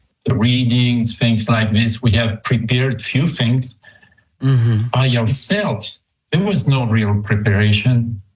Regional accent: France; moved away as an adult; also born or lived in Columbus, Nebraska; coming from France to Columbus, Nebraska was an experience.

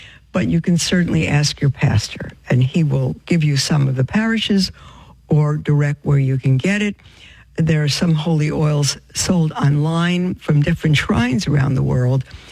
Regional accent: New York, United States; moved away; I'm a New Yorker, and I love being in the city.

